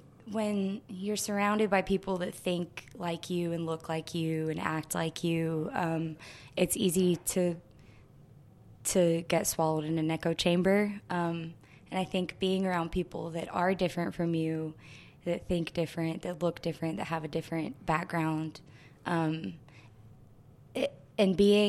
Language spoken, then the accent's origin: English; North Little Rock, Arkansas, United States; moved away as an adult; also born or lived in upstate New York; I was born in Little Rock. I was raised in North Little Rock, Dogtown Pride. I graduated from North Little Rock High School, and then I moved to upstate New York. I graduated from Ithaca College in 2017.